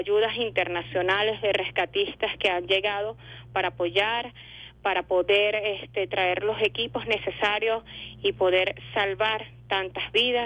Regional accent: Venezuela; todos somos venezolanos

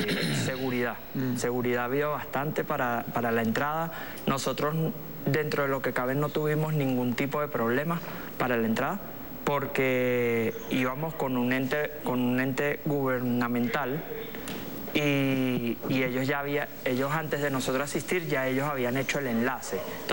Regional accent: Venezuela; yo como venezolano

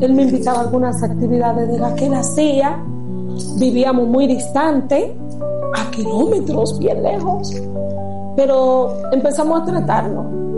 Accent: Venezuela; moved away; cuando vine de Venezuela, aún así allá mismo en Venezuela, yo tenía una disfonía.

